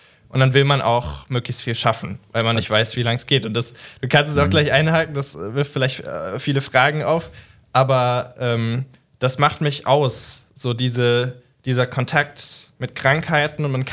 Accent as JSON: {"language": "German", "town": "Idstein", "region": "Hesse", "country": "Germany", "tie": "born or raised there", "said": "Ich komme ja aus Südhessen. Und ich höre dann in Idstein auf. Und nicht aus irgendeinem Grund, sondern ich komme aus Idstein."}